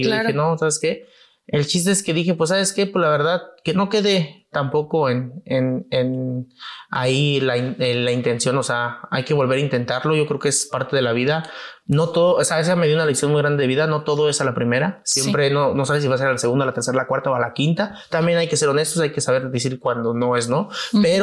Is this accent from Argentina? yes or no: no; Salvatierra, Guanajuato, Mexico; yo soy originario, pues orgullosamente de Salvatierra, Guanajuato. Estamos en el Bajío, guanajuatense, muy agrícola, muy productor.